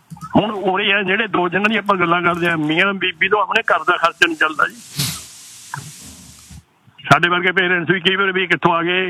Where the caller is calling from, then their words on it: Canada; ਮੈਂ ਵੀ ਕੈਨੇਡਾ, ਮੈਂ ਕੈਨੇਡਾ ਦੇ ਰਹਿਣਾ ਜੀ